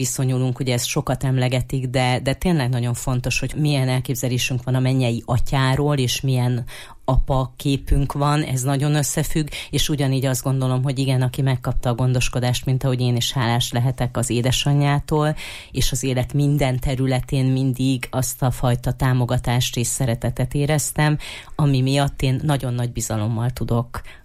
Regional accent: Tiszaújváros, Borsod-Abaúj-Zemplén, Hungary; also born or lived in Szabolcs-Szatmár-Bereg County; én pedig a mesterségesen létrehozott kommunista városban, Leninvárosban éltem úgy görögkatolikusként, hogy vallásgyakorló görögkatolikusként, hiszen nekünk minden hétvége azt jelentette, hogy hazamentünk Szabolcs-Szatmár-Bereg megyébe a nagyszüleimhez

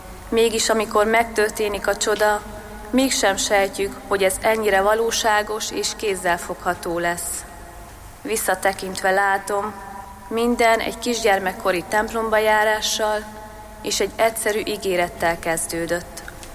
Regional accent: Tófalu, Heves, Hungary; moved away as an adult; now in Kápolna, Hungary; Az én utam Tófaluból indul.

